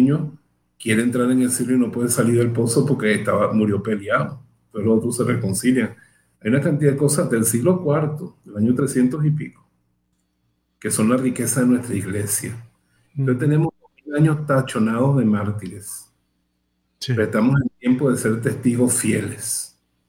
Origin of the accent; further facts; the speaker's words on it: Chihuahua, Mexico; Porque yo soy muy de Chihuahua.